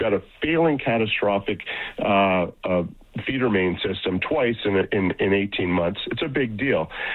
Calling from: Calgary, Alberta, Canada; And I'm calling from Calgary.

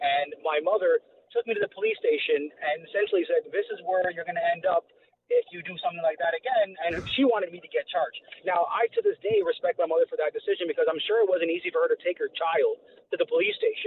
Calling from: Toronto, Ontario, Canada; On my way into Ajax from Toronto. Great drive.

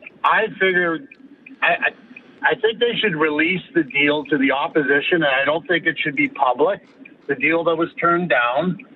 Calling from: Canada; As a Canadian

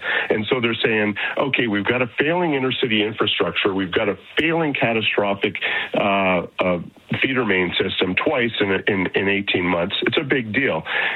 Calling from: Calgary, Alberta, Canada; And I'm calling from Calgary, so...

